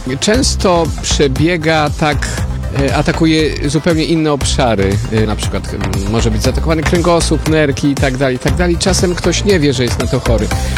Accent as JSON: {"language": "Polish", "town": "Tarnowskie Góry", "region": "Silesian Voivodeship", "country": "Poland", "said": "Pochodzę z pod Tarnowskich Gór, czyli z terenów Śląska."}